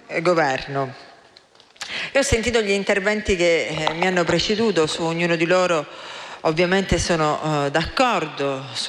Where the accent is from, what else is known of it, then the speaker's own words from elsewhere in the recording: Sicily, Italy; da siciliana e quindi da persona del sud